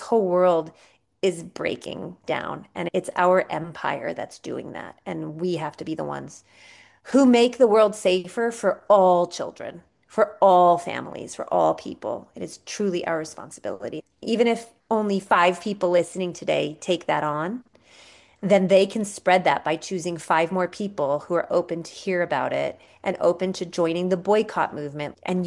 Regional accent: United States; moved away; as an American

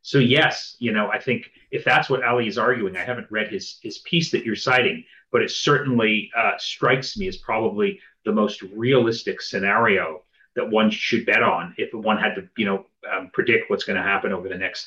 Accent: Canada

